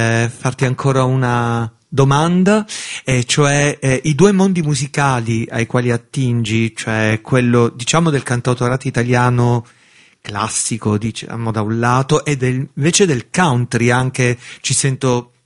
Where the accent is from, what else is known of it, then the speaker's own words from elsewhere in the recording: Sicily, Italy; Sono siciliano e quindi ci capiamo